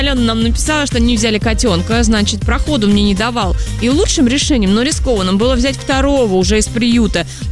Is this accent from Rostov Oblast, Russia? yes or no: no; Moscow, Russia; я вот коренная москвичка